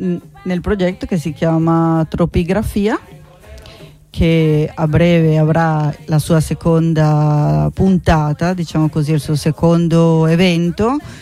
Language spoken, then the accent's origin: Italian; Colombia; Io vengo dalla Colombia.